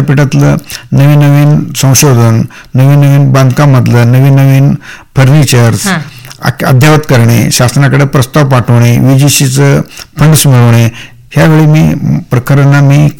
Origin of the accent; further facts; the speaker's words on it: Tikondi, Maharashtra, India; moved away; मी स्वतःहून तिकोंडीतनं शिकून तिकोंडीचा जन्म घेऊन मी बाहेर शिकत होतो